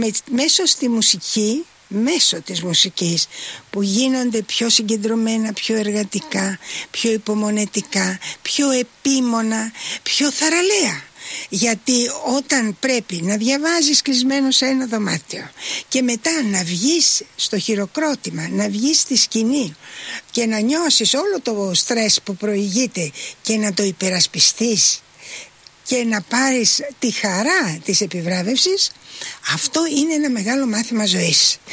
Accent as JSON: {"language": "Greek", "town": "Chalandri", "region": "Attica", "country": "Greece", "tie": "born or raised there", "also_born_or_lived": "Paris", "moved": "yes", "said": "γεννήθηκα στο Εθνικό Οδείο Χαλανδρίου μέσα, γιατί η μαμά μου, η μητέρα μου το ίδρυσε το 1942 μαζί με τον δάσκαλό της, τον Μανώλη Καλομύρη."}